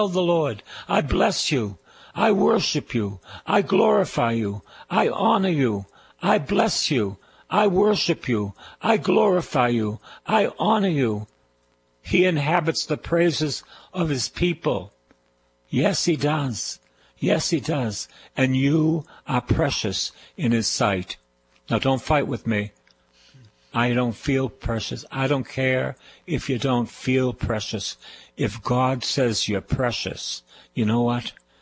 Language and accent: English; Boston, Massachusetts, United States; accent: Boston; Anyway, I'm a Bostonian, and I am preaching to people in Phoenix, Arizona, New Jersey, the western part of Massachusetts.